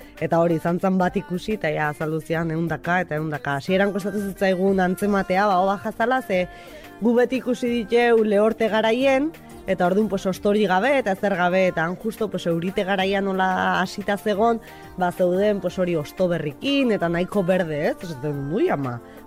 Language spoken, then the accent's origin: Basque; Villabona, Basque Country, Spain; eta bueno, Luisak esan duen bezala Bilabonako gea bilok